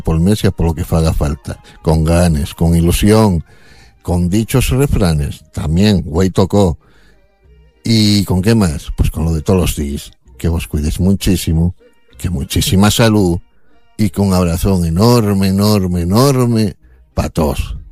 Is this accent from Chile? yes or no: no; Asturias, Spain; Vaya como somos los asturianos, tío.